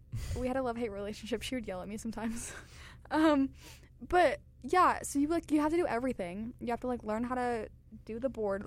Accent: Tampa, Florida, United States; Okay, so I'm from Tampa, guys, if you have not heard, because I've said it about 400 times in my other shows.

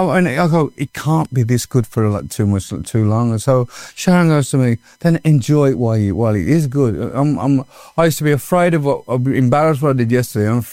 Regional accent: United Kingdom; I feel very proud that I'm British.

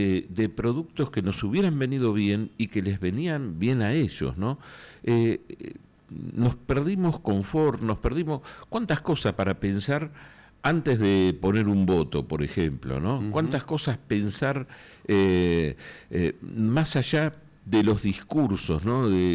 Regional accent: Argentina; Pensemos el bien nuestro y qué nos conviene a nosotros como argentinos, ¿no?

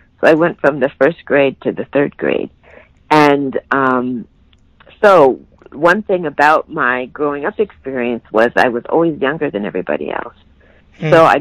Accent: Tallahassee, Florida, United States; born there; as I said, I was born in Tallahassee, Florida, but I didn't grow up there.

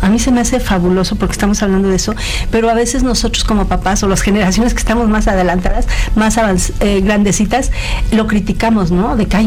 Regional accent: Mexico; Estamos tan orgullosos de nuestro México. Cuando salimos, bueno, vamos con el orgullo de mexicanos a todos lados.

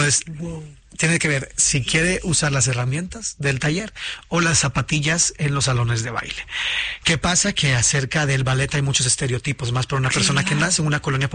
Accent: Costa Rica; moved away as an adult; now in Mexico; Tengo ya casi 5 años en México. Ya soy mexicano.

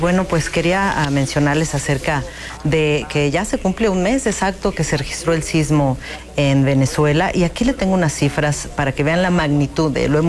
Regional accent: Mexico; Nosotros como mexicanos hemos sentido obviamente este tipo de sentimiento

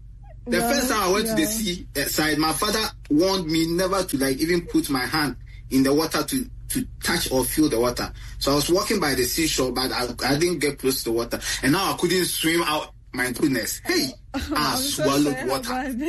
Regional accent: Ghana; Because there are some situations that you be in as a Ghanaian that you have no other way out than to take the motorbike.

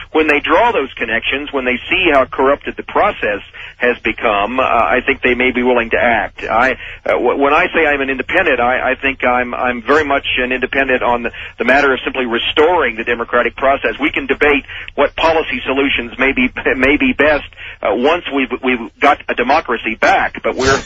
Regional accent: Kansas City, United States; I grew up in the Midwest, in Kansas City, not far from Russell, Kansas. I know what it looks like and smells like

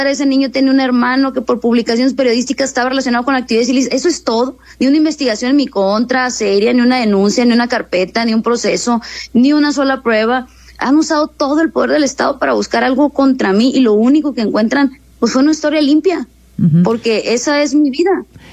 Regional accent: Sinaloa, Mexico; pues soy norteña, soy sinaloense, lo hago muy franco, muy directo, pero pues bueno, así como somos los sinaloenses.

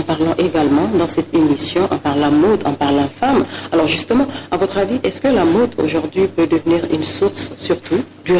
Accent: Guinea; Chez nous, surtout que quand on est africain, on est guinéen

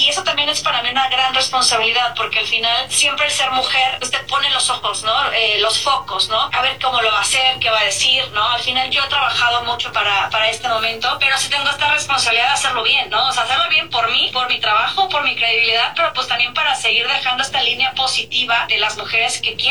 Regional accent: Coatzacoalcos, Veracruz, Mexico; soy de Coatzá, entonces toda mi gente de Coatzá, pues ahí me está apoyando, ¿no?

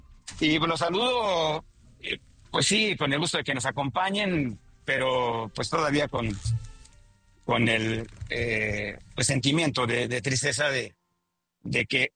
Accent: Mexico; así como somos los periodistas mexicanos

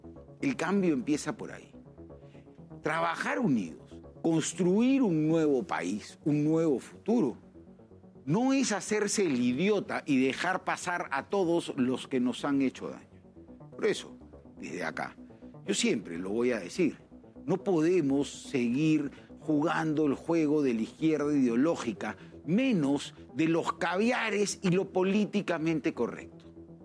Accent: Peru

